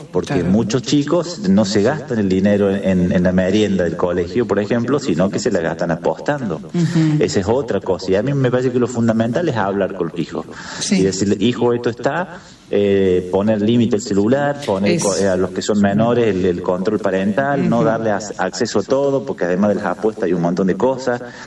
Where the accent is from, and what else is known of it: Argentina